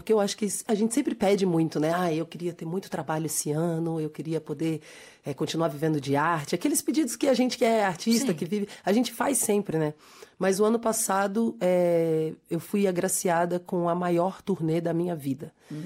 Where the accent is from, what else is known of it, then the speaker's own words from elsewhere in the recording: Minas Gerais, Brazil; eu sou mineira, né?